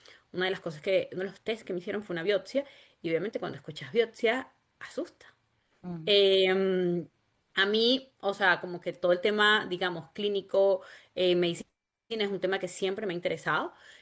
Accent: Caracas, Capital District, Venezuela; moved away as an adult; now in Quebec, Canada; el ritmo de Caracas, que es mi ciudad natal y era donde yo vivía antes de venir acá, es un ritmo súper, súper acelerado. Yo además vivía como en la zona metropolitana de Caracas

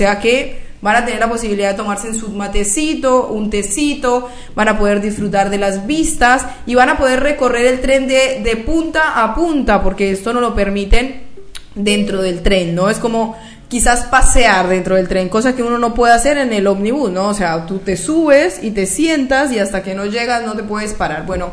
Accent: Colombia; now in Argentina; yo como colombiana

